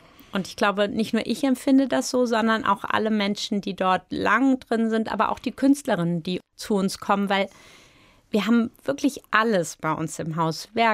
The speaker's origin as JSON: {"language": "German", "town": "Wiesbaden", "region": "Hesse", "country": "Germany", "tie": "born there", "said": "ich komme aus Wiesbaden."}